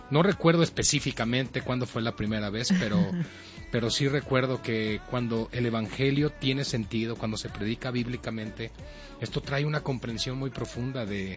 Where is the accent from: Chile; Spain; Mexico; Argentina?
Mexico; Mexico City; now in Hidalgo, Mexico; No, nací en Ciudad de México, toda mi vida he estado allá. Vivo ahora en otro estado dentro de México, que es el estado de Hidalgo.